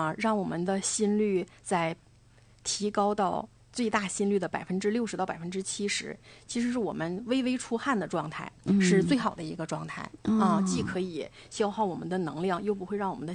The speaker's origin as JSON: {"language": "Chinese", "town": "Dalian", "region": "Liaoning", "country": "China", "said": "像我们大连人的饮食其实是可以走一条大连版的地中海式的路线"}